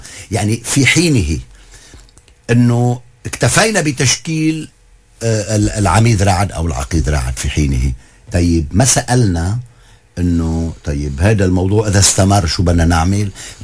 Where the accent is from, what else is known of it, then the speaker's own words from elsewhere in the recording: Lebanon; احنا عندنا بلبنان